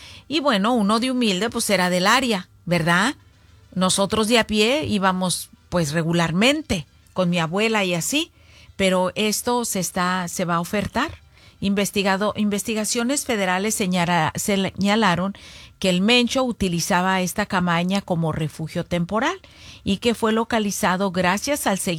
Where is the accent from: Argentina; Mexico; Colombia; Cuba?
Mexico; Rancho Nuevo; es parecido a donde vivía mi abuela, donde yo pasé mi niñez, o parte de mi niñez, ahí en el Rancho Nuevo